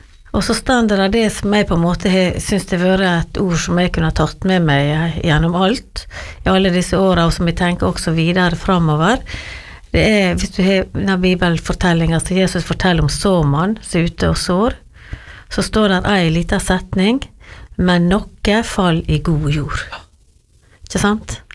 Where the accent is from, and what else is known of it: Giske, Møre og Romsdal, Norway; born or raised there